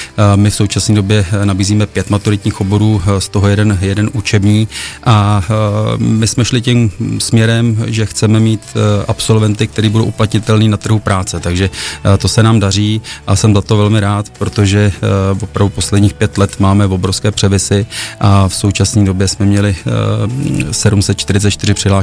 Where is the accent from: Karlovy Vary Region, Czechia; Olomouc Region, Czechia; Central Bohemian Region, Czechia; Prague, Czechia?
Central Bohemian Region, Czechia; Kladno; jsem pyšný jako Kladeňák